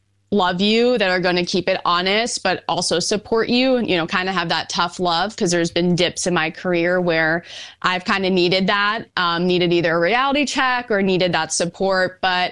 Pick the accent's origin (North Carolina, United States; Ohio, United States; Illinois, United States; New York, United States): New York, United States; I'm from New York, so U.S. Open is a special place to me, just in my backyard.